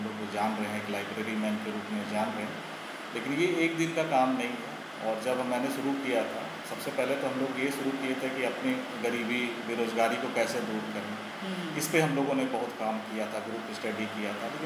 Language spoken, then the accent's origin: Hindi; Chaibasa, Jharkhand, India; मैं मूल निवासी मैं चाईबासा का ही हूँ